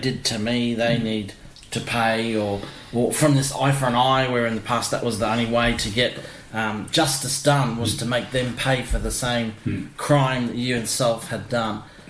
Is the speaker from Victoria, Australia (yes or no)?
yes; Echuca, Victoria, Australia; born there; now in Mackay, Australia; I also was born in Victoria, Echuca.